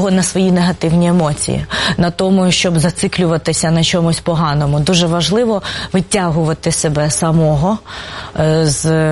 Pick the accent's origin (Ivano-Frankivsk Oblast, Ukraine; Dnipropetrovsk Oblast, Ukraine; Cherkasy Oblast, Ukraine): Cherkasy Oblast, Ukraine; Cherkasy; Так, це моє рідне місто.